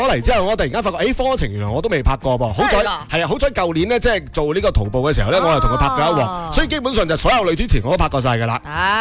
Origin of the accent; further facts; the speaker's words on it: Guangdong, China; 我哋广东人